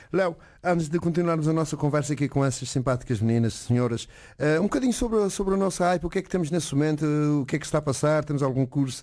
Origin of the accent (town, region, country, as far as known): Azores, Portugal